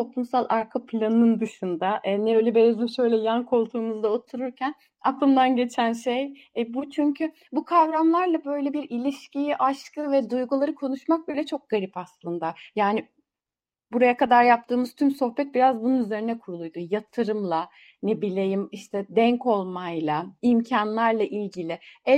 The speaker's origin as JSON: {"language": "Turkish", "region": "Istanbul", "country": "Turkey", "said": "Ankara övmen bir İstanbullu olarak beni çok şaşırttı."}